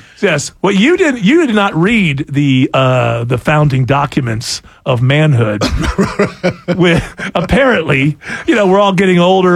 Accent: New York, United States; moved away as an adult; now in Atlanta, United States; I'm a Bills fan because I grew up in Western New York.

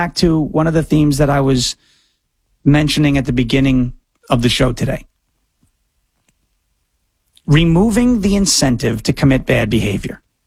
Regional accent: New York, United States; I grew up in New York. I spent 31 years of my 35 years on earth there. Born and raised on Long Island.

